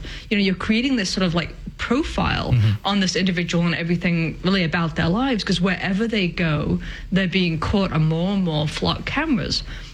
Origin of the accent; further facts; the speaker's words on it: England, United Kingdom; And again, coming from the fact that I grew up in America, sorry, in England, it's a very alien concept to so many different people around the world.